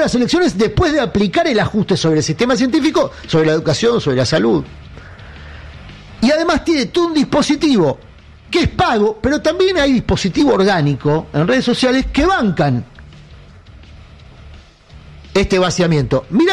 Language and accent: Spanish; Argentina